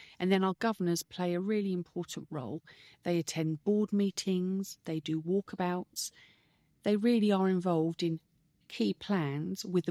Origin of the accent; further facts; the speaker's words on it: Camberley, South East England, United Kingdom; I'm actually a local resident. I was from Camberley. So Frimley Park's my local hospital.